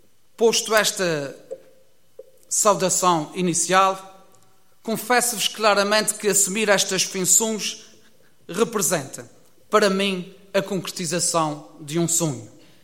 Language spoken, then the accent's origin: Portuguese; Ribeira Grande, Azores, Portugal; born or raised there